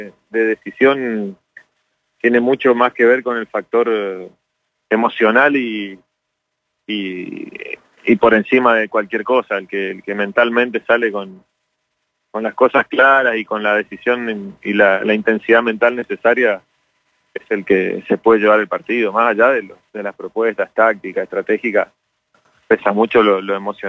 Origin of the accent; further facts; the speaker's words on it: Argentina; aparte somos todos argentinos.